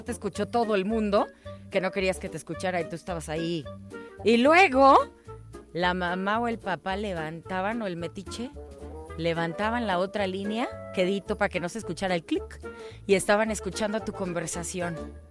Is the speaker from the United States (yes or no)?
no; Guadalajara, Jalisco, Mexico; además de mi tierra, Guadalajara, Jalisco.